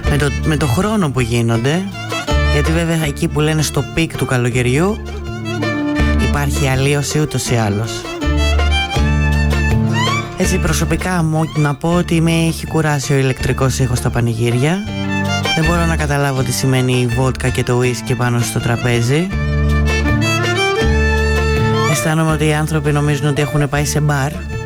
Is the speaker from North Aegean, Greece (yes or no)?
yes; Ikaria, North Aegean, Greece; τον τόπο μου